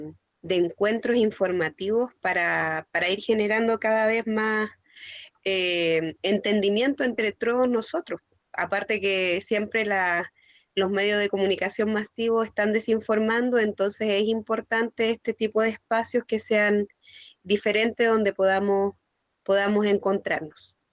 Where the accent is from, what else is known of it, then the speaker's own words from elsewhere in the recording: Santiago, Santiago Metropolitan Region, Chile; nosotros nacimos en Santiago, yo y Matías, y crecimos sin saber y lejos de la cultura mapuche y del mapuzungún.